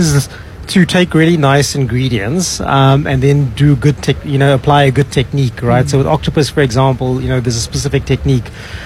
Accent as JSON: {"language": "English", "town": "Durban", "region": "KwaZulu-Natal", "country": "South Africa", "said": "I'm from Durban."}